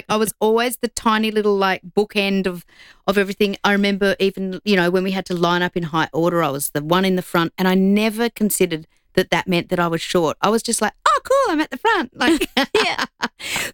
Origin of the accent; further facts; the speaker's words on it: Broken Hill, New South Wales, Australia; when I grew up, I grew up in Broken Hill. I don't know whether it was the lead in the water or what it was there